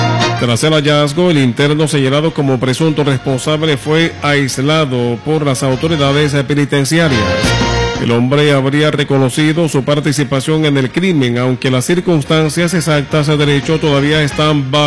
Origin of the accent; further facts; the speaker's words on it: Venezuela; lo que nosotros realmente nos merecemos como venezolanos.